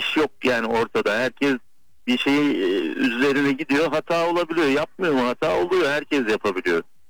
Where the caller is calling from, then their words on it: Ankara, Turkey; Ankara'dan arıyorum.